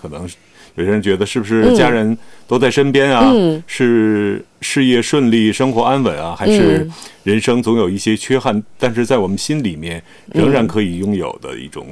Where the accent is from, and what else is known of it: China